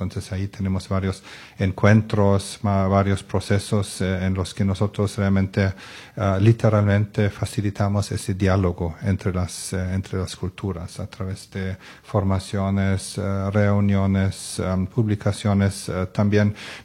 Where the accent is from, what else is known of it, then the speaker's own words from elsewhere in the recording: Germany; moved away as an adult; now in Costa Rica; Yo soy de Alemania y hay muchas décadas de inmigración también, sí.